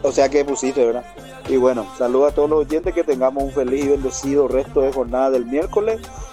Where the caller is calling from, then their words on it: Emboscada, Cordillera, Paraguay; Acá tiempo nubladito, en emboscada como para llover ya otra vez